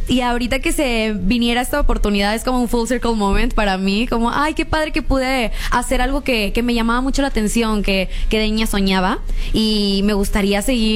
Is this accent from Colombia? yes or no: no; Reynosa, Tamaulipas, Mexico; also born or lived in Monterrey; Yo nací en Monterrey, pero toda mi infancia la viví en Reynosa.